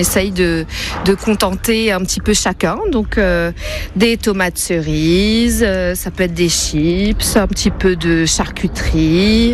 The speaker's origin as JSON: {"language": "French", "town": "Amiens", "region": "Hauts-de-France", "country": "France", "said": "je suis originaire d'Amiens depuis quelques années."}